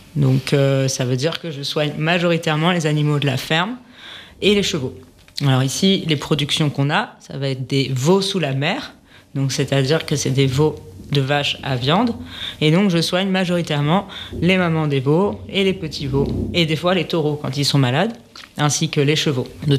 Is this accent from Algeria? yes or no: no; London, United Kingdom; Et j'ai grandi à Londres dans une grande ville.